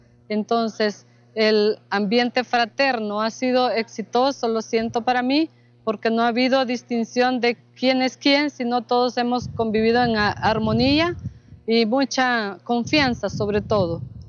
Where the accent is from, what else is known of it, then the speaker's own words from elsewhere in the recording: El Salvador; now in San Juan de la Maguana, Dominican Republic; Soy de origen salvadoreño, pero con todo gusto trabajo acá en el Caribe, en la zona